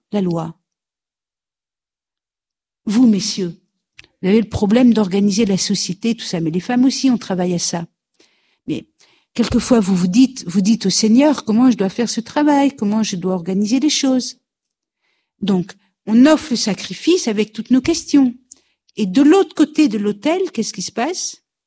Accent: France; chez nous en France

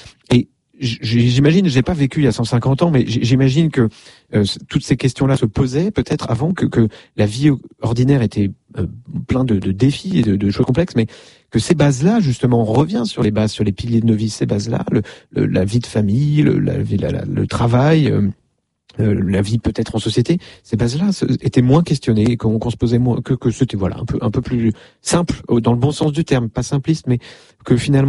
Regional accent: Versailles, Île-de-France, France; born there

